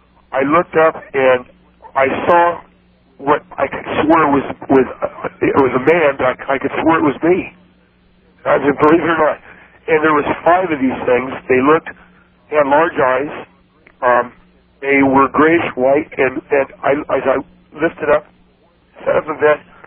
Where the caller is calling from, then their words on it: Fresno, California, United States; I'm from Fresno, California.